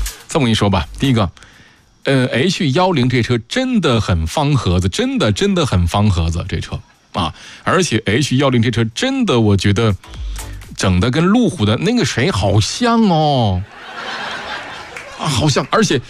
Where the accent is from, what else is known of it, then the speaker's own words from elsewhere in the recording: Hulunbuir, Inner Mongolia, China; 因为我老家以前叫做呼伦贝尔盟，后来改盟改市，就变成了呼伦贝尔市。